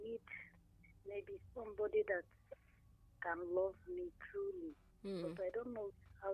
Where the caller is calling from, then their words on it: Obi, Nigeria; I'm calling from Obi.